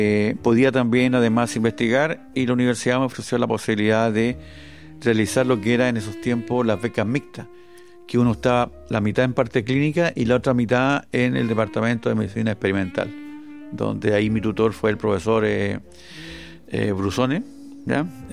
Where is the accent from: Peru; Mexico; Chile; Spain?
Chile; O'Higgins; moved away as an adult; después volví a mi tierra, porque yo soy de la sexta región, volví a la región de O'Higgins